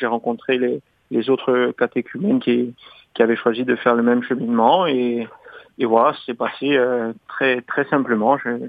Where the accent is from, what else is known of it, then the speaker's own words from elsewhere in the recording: Olmeto, Corsica, France; J'ai grandi à Olmet, je suis à Bonifacio depuis quelques années, mais je suis originaire d'Olmet, dans le Valling.